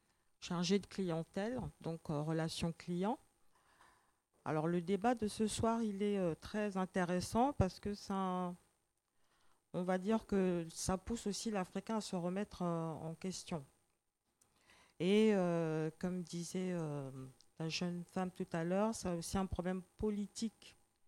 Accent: Gabon; now in France; Et moi, je suis originaire du Gabon.

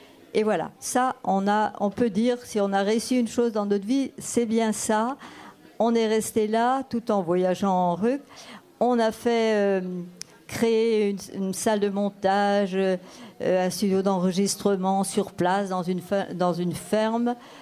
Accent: Brittany, France; first language Breton; French is a second language; ma première langue, c'était le breton.

